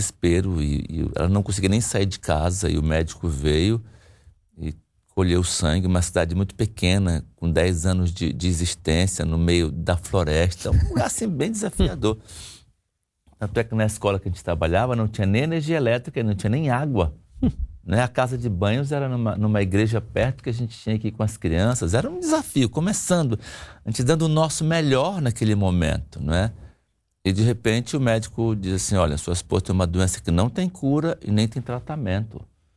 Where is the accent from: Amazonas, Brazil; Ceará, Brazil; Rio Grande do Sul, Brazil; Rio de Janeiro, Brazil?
Amazonas, Brazil; Eu sou do Amazonas, bem no norte do Brasil, e fui para São Paulo estudar.